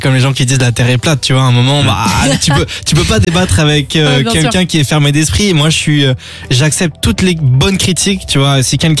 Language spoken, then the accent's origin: French; Toulouse, Occitanie, France; Enfin, je viens de Toulouse.